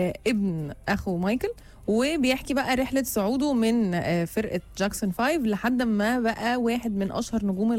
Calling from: Kuwait; مرحبا انا متابعكم من الكويت

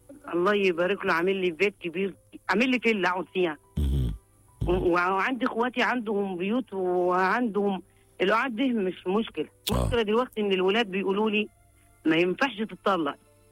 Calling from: Upper Egypt, Egypt; accent: Sa'idi; انا صعيدة.

